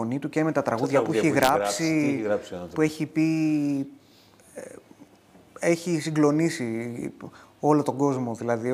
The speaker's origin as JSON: {"language": "Greek", "country": "Greece"}